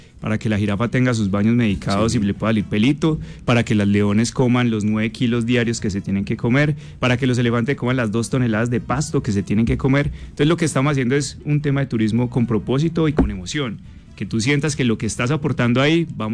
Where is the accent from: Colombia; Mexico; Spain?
Colombia; Pereira, Risaralda; Porque somos tan pereiranos como los animalitos que tenemos allá.